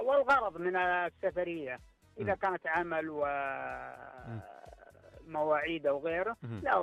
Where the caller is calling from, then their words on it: Medina, Medina Province, Saudi Arabia; بخير من المدينة منورة.